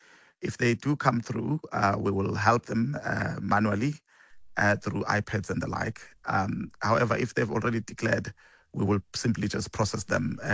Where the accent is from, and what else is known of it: South Africa